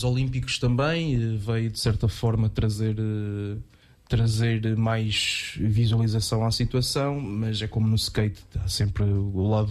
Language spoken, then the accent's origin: Portuguese; Aveiro, Centro, Portugal; tenho 27 anos, sou daqui de Aveiro, nascido e criado.